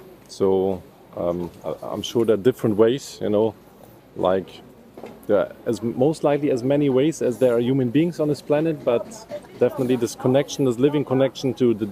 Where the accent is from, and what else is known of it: Germany; English is a second language